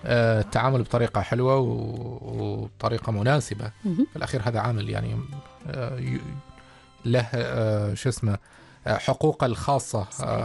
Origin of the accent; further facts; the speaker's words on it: Oman; اللي ميزنا احنا في سلطنة عمان